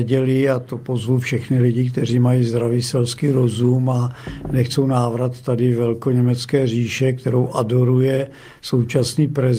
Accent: South Moravian Region, Czechia; já pocházím z Jihomoravského kraje

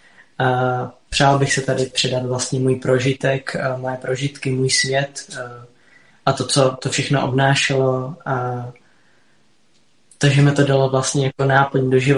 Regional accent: České Budějovice, South Bohemian Region, Czechia; Tak já jsem z Českých Budějovic.

